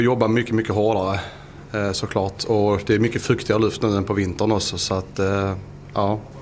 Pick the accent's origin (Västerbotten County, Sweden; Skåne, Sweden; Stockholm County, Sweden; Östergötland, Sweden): Skåne, Sweden; Ängelholm; jag kommer från Ängelholm.